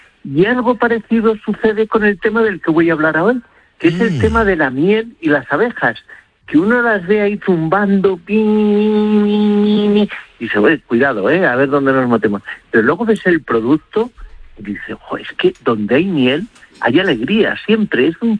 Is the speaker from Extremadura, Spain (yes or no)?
no; Castile and León, Spain